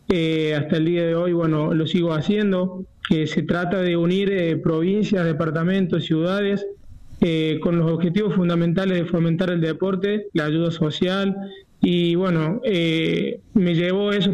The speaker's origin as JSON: {"language": "Spanish", "region": "Córdoba", "country": "Argentina", "said": "Soy el primer cordobés, el primer hombre en realidad, porque ha habido una mujer en el 2019 que participó, pero bueno, soy el primer cordobés en la historia que va a correr."}